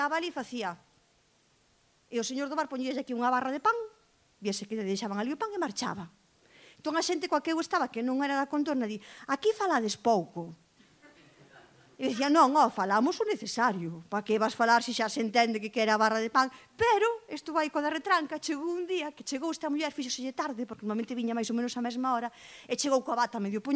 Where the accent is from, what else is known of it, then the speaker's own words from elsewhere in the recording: Maniños, Galicia, Spain; Miradme a min, que son de Maniño, sabedes onde está. Dudeastes un pouquiño, Son de Maniños, estou viva, mirade que lingua teño.